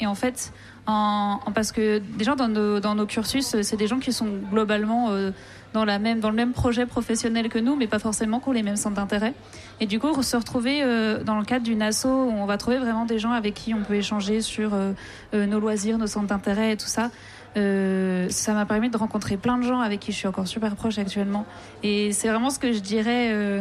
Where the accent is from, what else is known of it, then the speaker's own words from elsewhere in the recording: Besançon, Bourgogne-Franche-Comté, France; Et même si j'étais de Besançon, en fait, je me suis retrouvée un peu séparée de tous mes amis du lycée